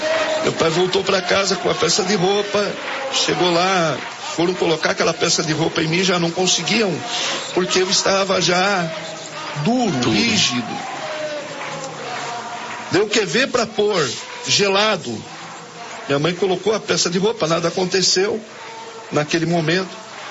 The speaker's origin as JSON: {"language": "Portuguese", "town": "Bragança Paulista", "region": "São Paulo", "country": "Brazil", "tie": "born or raised there", "said": "A igreja Deus e Amor tinha acabado de chegar lá na minha cidade, lá em Bragança Paulista."}